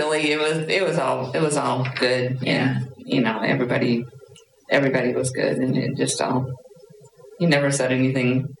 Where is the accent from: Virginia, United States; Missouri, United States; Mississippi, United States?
Missouri, United States; born there; also born or lived in Memphis, Tennessee; No, I was born down in Missouri.